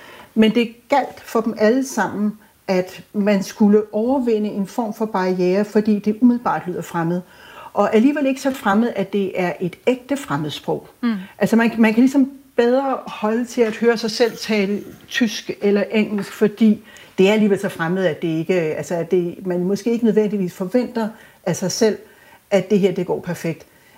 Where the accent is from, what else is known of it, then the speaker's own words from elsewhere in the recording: Albertslund, Capital Region of Denmark, Denmark; jeg voksede op i den del af Danmark, hvor man, hvis man havde en ordentlig antenne, kunne høre svensk. Jeg er fra Albertslund, og der kunne man så... Så mine fætter, de lærte tysk, og jeg lærte svensk.